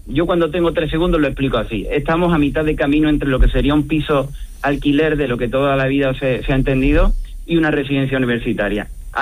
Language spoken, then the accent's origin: Spanish; Cádiz, Andalusia, Spain; moved away as an adult; now in Seville, Spain; yo soy de Cádiz, con lo cual yo me encontré y estudié aquí, ¿no?, en la Pablo de la Vide